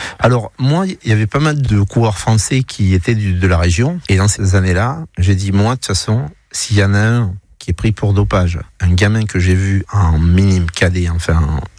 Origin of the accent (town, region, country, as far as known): Biganos, Nouvelle-Aquitaine, France; born there